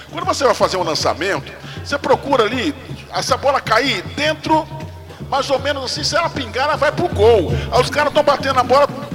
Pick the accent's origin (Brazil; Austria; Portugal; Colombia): Austria; Eu sou austríaco, né? Vou estar torcendo pro time da Inglaterra pra ganhar o jogo.